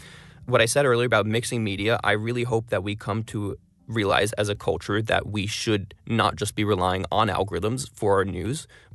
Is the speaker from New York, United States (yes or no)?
yes; Albany, New York, United States; my congressman where I grew up in Albany, New York, Paul Tonko.